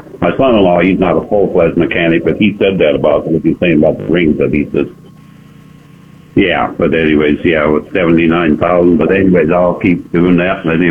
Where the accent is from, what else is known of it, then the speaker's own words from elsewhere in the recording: Menominee, Nebraska, United States; I didn't understand that hot dog. Menominee, Nebraska.